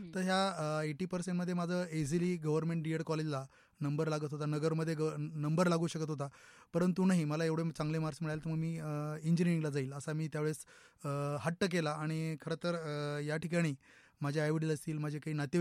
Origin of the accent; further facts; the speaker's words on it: Hingangaon, Maharashtra, India; खरं तर माझं बालपण ग्रामीण भागामध्ये पूर्णतः व्यतीत झालेलं आहे। मी नगर शहराजवळच असलेलं हिंगणगाव या ठिकाणी माझं प्राथमिक एज्युकेशन मी पूर्ण केलं।